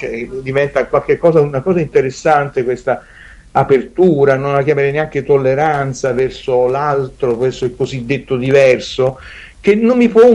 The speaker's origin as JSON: {"language": "Italian", "region": "Lazio", "country": "Italy", "tie": "born there", "also_born_or_lived": "Naples", "said": "io sono nato a Napoli, a cui sono molto legato, sono cresciuto in provincia, come dicevo, tra Latina e Sabaudia, ma sono nato a Napoli, sono molto legato a Napoli, dove insegno, dove vado spesso, ho sposato una donna napoletana"}